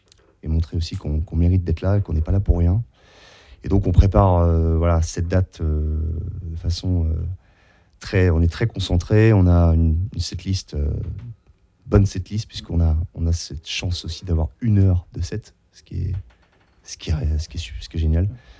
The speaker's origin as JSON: {"language": "French", "town": "Saint-Lô", "region": "Normandy", "country": "France", "said": "À Saint-Lô, ouais. Ouais, à Saint-Lô. Parce qu'on est bien de Saint-Lô. On est vraiment de Saint-Lô, j'insiste."}